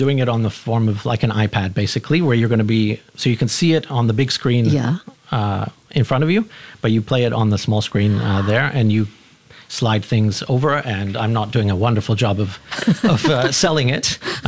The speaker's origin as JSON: {"language": "English", "country": "Canada", "tie": "born or raised there", "said": "I recall I grew up in Canada, which can be a cold place."}